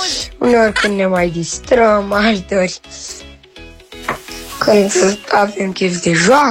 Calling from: Bucharest, Romania; … din București, am 10 ani.

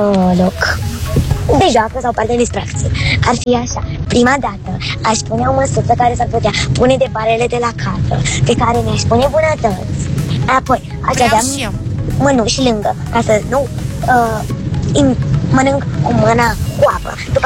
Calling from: Bucharest, Romania; din București. Am 8 ani

